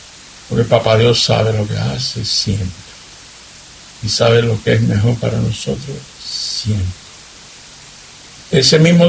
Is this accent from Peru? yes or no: no; Seville, Andalusia, Spain; born there; moved away; en Sevilla cuando yo me estaba criando. Mi adolescencia fue en Sevilla, España.